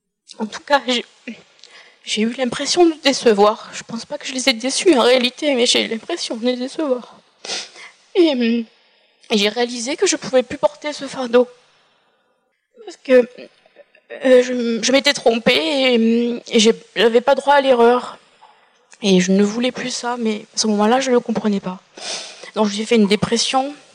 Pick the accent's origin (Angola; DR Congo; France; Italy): France; Marseille, Provence-Alpes-Côte d'Azur; born there; J'ai 42 ans. Je suis musicienne, enseignante. Je suis née à Marseille, dans une famille non pratiquante, mais catholique par ma mère. J'ai été baptisée quand j'étais bébé, catholique, et j'ai fait ma communion.